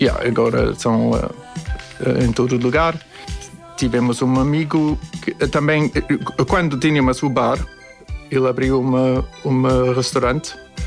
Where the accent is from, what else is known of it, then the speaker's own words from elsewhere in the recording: Cape Town, Western Cape, South Africa; Portuguese is a second language; now in Porto, Portugal; Eu acho a temperatura aqui no Porto muito, muito agradável, mas porque eu vim da cidade de Cabo.